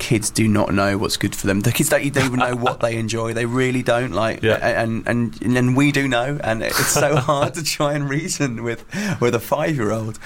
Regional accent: England, United Kingdom; I think I'm English.

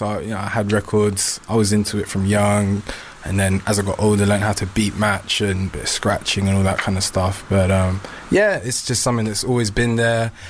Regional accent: London, United Kingdom; Yeah, I grew up in West London.

